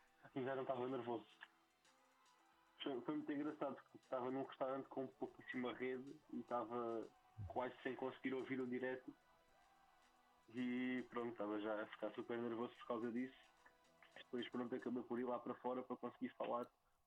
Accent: Portalegre, Alentejo, Portugal; now in Évora, Portugal; nós somos de Évora, mas eu sou de Porto Alegre, apesar de viver já cá em Évora há 10 anos.

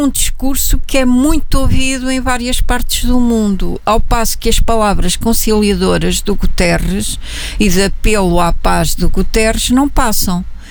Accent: Portugal

